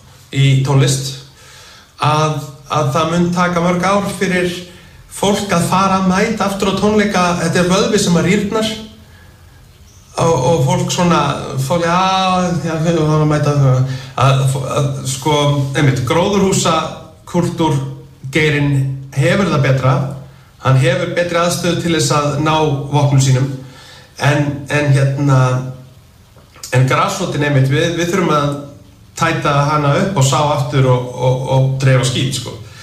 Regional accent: Northwestern Region, Iceland; Ég man eftir túnunum í Skagafirði, þegar ég ólst upp í Skagafirði

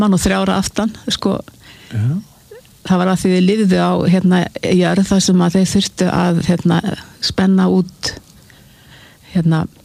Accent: Hvalfjörður, Western Region, Iceland; born there; Já, ég sem sagt fæðist á Kúldalsá í Hvalfirði.

